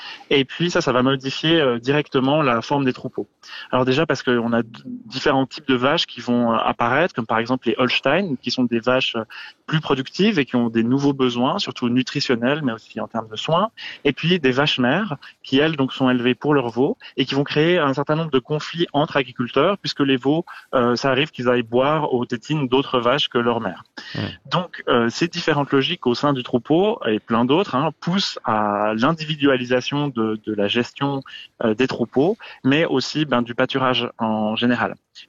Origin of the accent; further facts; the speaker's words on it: La Chaux-de-Fonds, Neuchâtel, Switzerland; je viens de la Chaux-de-Fonds